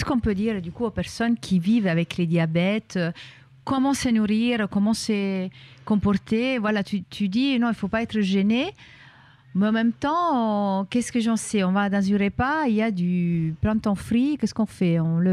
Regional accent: Italy; Moi, je suis italienne

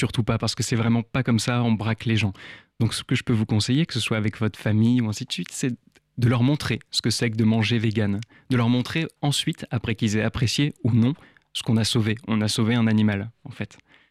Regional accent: Arcachon, Nouvelle-Aquitaine, France; moved away; also born or lived in Menton; je suis aussi du sud-ouest d'Arcachon, j'ai vécu à Menton, aux abords de Monaco

